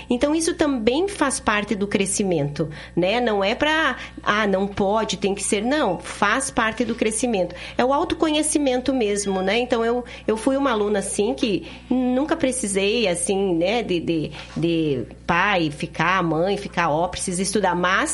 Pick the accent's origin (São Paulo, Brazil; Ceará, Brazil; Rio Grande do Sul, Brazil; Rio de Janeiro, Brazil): Rio Grande do Sul, Brazil; born or raised there; moved away as an adult; also born or lived in Recife; now in Curitiba, Brazil